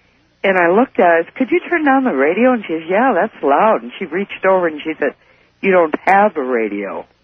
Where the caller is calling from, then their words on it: Reno, Nevada, United States; Oh, I'm living in Reno, Nevada.